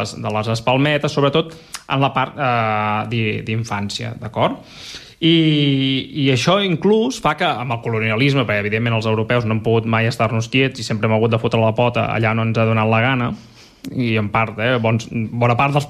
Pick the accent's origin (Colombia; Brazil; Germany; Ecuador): Germany; Munich, Bavaria; Bueno, jo sóc aquí de Múnich de tota la vida